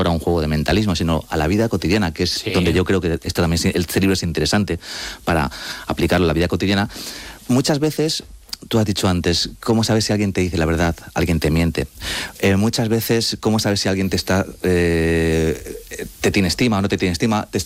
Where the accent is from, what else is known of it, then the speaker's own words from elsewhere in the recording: Madrid, Community of Madrid, Spain; aparte te he dicho ya que soy madrileño, sí. Y mis padres son argentinos.